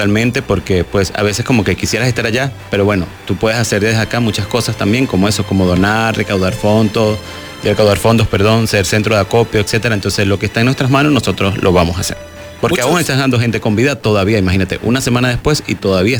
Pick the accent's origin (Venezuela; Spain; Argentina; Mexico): Venezuela; moved away; yo como venezolano